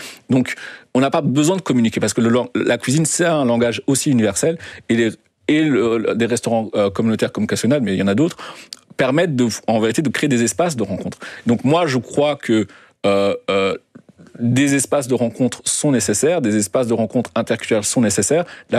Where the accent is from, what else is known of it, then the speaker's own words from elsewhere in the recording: Belgium; moi, j'ai grandi en Belgique